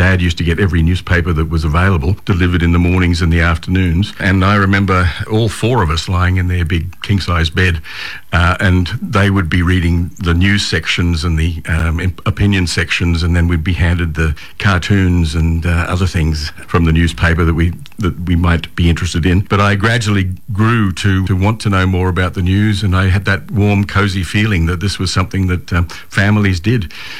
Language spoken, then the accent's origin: English; Brisbane, Queensland, Australia; also born or lived in Maryborough, Queensland; now in Armidale, Australia; In Brisbane, I went to the Sherwood State School. After that, in grade six, I moved over to the Church of England Grammar School, as it was called then, otherwise known as Churchy to Queenslanders.